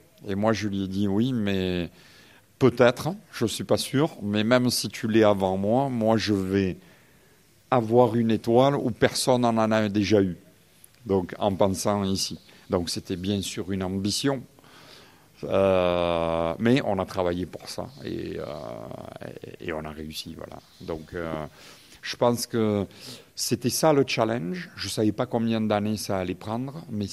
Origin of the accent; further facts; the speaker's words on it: France; moved away as an adult; now in Madeira, Portugal; quand je suis parti de France pour venir à Madère, j'étais dans un restaurant 3 étoiles au guide Michelin